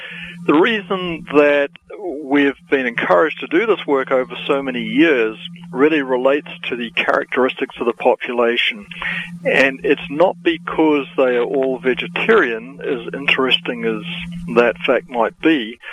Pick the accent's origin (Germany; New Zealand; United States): New Zealand; I grew up in New Zealand